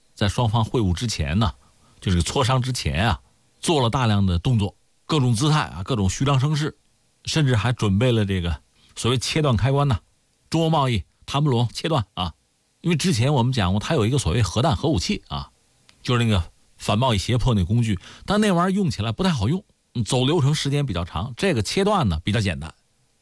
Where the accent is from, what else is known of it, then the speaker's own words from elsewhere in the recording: China; 作为中国人